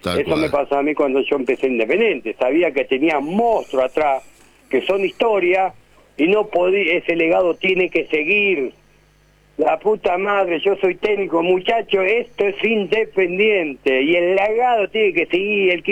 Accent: Argentina; la imagen que somos los argentinos

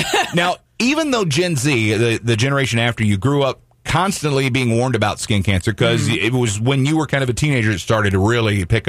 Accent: Deep South, United States; growing up in the Deep South as we did and me in the 80s, early 80s, and you in the 90s

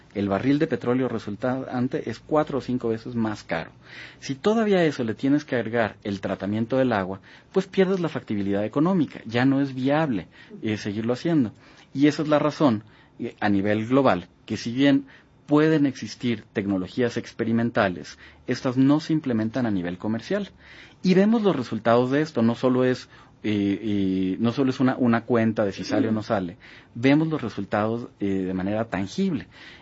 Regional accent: Mexico; Imaginemos que cada mexicano, de los más de 120 millones que somos, cada mexicano tuviera que poner una pipa y media de 10.000 litros cada una.

